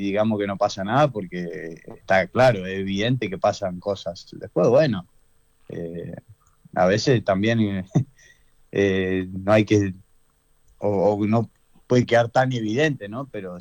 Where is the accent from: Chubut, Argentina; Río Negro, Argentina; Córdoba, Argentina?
Córdoba, Argentina; para la gente de Córdoba, para nosotros